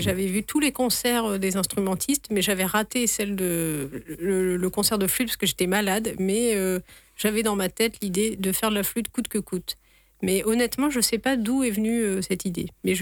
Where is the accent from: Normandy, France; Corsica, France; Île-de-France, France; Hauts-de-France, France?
Normandy, France; le nord de la France, parce que moi, je viens de Normandie.